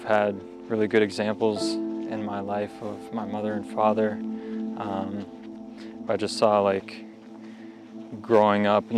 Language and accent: English; Columbus, Ohio, United States; I'm 23 years old. I'm from Columbus, Ohio